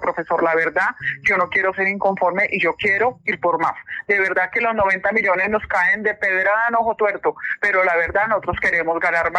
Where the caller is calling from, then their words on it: Puerto Nare, Antioquia, Colombia; Yo estoy llamando aquí de Puerto Nari, Antioquia.